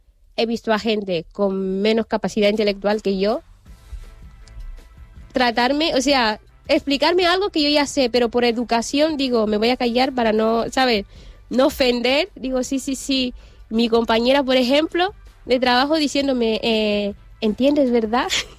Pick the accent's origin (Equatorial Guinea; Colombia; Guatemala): Equatorial Guinea; Spanish is a second language; now in Spain; Si tú supieras que Guinea Ecuatorial fue colonia española, entenderías que yo hablo perfectamente el castellano. Con mi tono, a lo mejor mis particularidades, porque tengo mi lengua, mi idioma materno, y el tono pues puede variar, pero hablo el castellano perfectamente y lo entiendo.